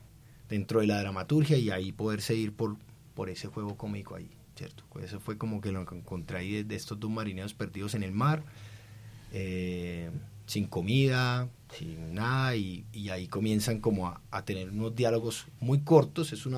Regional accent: Cartagena, Bolívar, Colombia; Yo soy de Cartagena y tengo como cierta conexión ahí con el mar

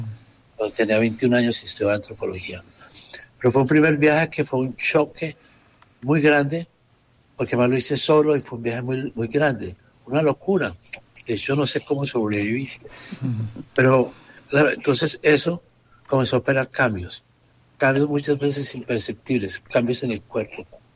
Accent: Medellín, Antioquia, Colombia; Yo soy de Medellín, Antioquia.

